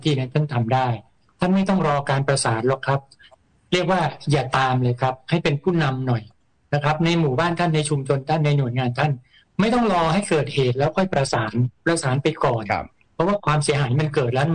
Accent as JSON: {"language": "Thai", "region": "Bangkok", "country": "Thailand", "said": "สองเราที่เป็นชาวกรุงเทพเนี่ยต้องยอมรับว่าเราเจอกับข่าวสารมากมาย"}